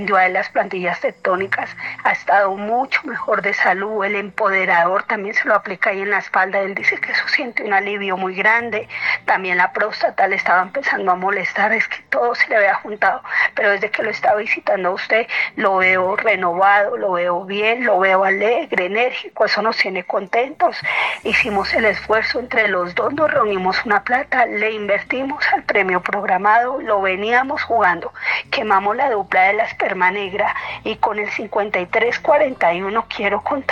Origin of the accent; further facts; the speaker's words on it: Florencia, Caquetá, Colombia; yo no soy de acá, yo soy de Florencia, Caquetá, llevo 12 años viviendo acá